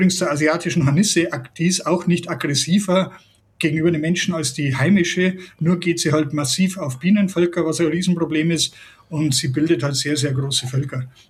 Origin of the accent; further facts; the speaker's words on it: Regensburg, Bavaria, Germany; ich bin auch aus Regensburg, da kenne ich die Situation.